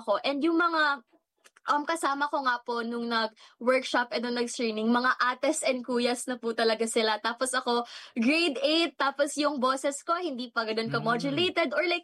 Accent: Manila, Metro Manila, Philippines; So, kahit na artista po ako dati and talagang sa Manila po ako lumaki, parang nung umuwi po ako dito, mas nasanay na akong magbisaya and medyo awkward na po sa akin magtagalog talaga.

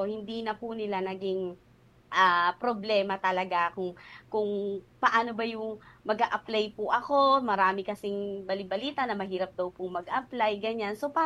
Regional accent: Bongabon, Central Luzon, Philippines

